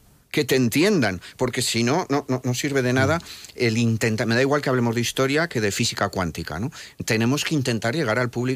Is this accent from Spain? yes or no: yes; La Rioja, Spain; Yo que vengo de La Rioja, imaginad la importancia que damos al vino